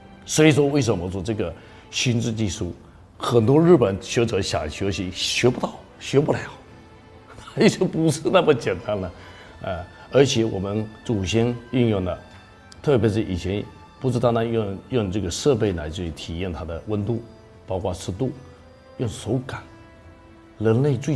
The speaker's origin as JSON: {"language": "Chinese", "town": "Fuzhou", "region": "Fujian", "country": "China", "tie": "born or raised there", "said": "突然发现我们这个城门那个镇政府，那个时候不是叫城门公社，他成立一个叫做福州城门花塔总厂，那个老厂长是吴永庆厂长，哎，是我的老家里面的人，老乡"}